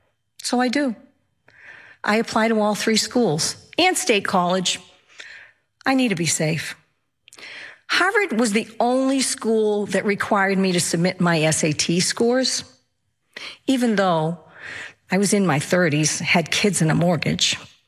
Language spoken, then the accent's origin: English; Ireland; I'm Irish. I've always been a storyteller.